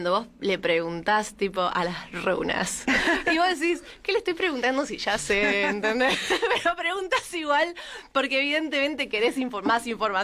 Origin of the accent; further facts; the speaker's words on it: Lomas de Zamora, Buenos Aires Province, Argentina; Vengo de Loma de Zamora